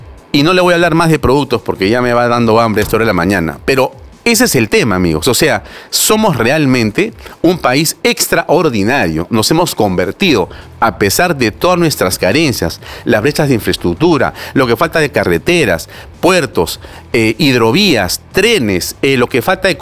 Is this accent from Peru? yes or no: yes; Peru